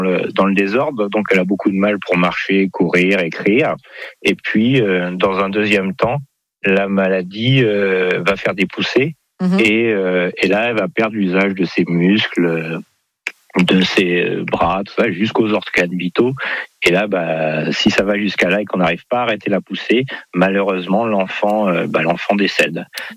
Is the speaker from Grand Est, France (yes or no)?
no; Normandy, France; Alors, on est normand, c'est pour ça qu'on va souvent...